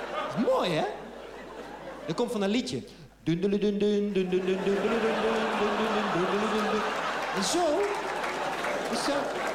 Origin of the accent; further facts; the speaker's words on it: North Brabant, Netherlands; accent: Brabant soft G; now in Amsterdam, Netherlands; Want ik ben een Brabander in Amsterdam. Als Brabanders praten ze met een zachte G.